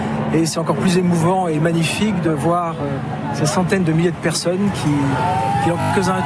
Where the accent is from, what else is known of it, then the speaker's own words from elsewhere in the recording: Île-de-France, France; Des Yvelines.